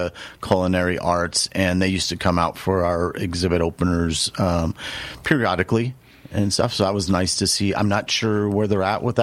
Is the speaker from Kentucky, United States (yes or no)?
no; California, United States; now in Las Cruces, United States; I came out from California originally. I was at a history museum out there